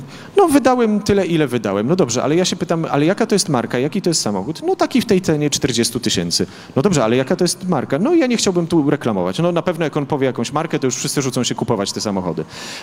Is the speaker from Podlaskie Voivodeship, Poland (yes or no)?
yes; Podlaskie Voivodeship, Poland; A wie pan, bo jestem z Podlasia, to jak robię spotkania, to wie pan, jak na Podlasiu jest.